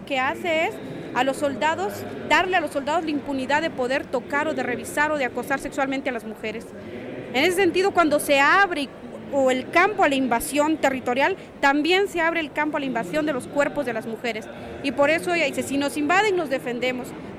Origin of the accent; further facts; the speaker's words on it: Guatemala; yo soy guatemalteca, no soy mexicana